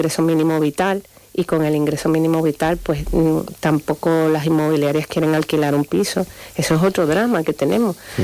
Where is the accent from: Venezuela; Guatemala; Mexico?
Venezuela; yo soy de origen venezolano y tengo muchos paisanos que comparten pisos 2 y 3 familias.